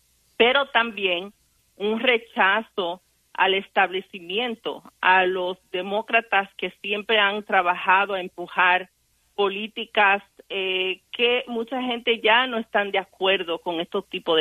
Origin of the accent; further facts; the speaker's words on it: Dominican Republic; yo voy a decir personalmente como dominicana, Me da vergüenza de oír mucha de las críticas